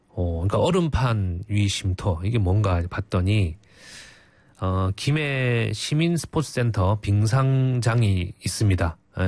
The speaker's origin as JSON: {"language": "Korean", "region": "Busan", "country": "South Korea", "tie": "born or raised there", "said": "저도 이제 부산에서 나고 자랐지만"}